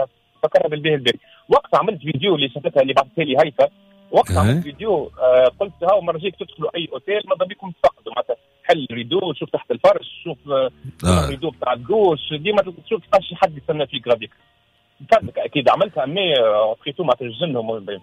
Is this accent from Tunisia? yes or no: yes; Tunisia; moved away; وأنا صغير وزيت نعيش في تونس.